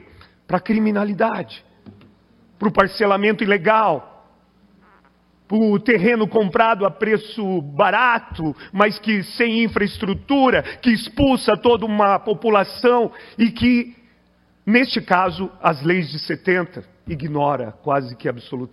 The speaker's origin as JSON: {"language": "Portuguese", "region": "Paraná", "country": "Brazil", "moved": "yes", "lives_now": "Juquitiba, Brazil", "said": "eu sou paranaense e encontrei lá lugar de acolhida."}